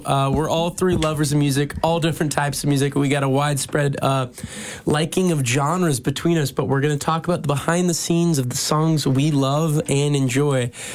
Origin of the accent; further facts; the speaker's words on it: Fort Worth, Texas, United States; I'm a junior here at TCU, and I am from Fort Worth.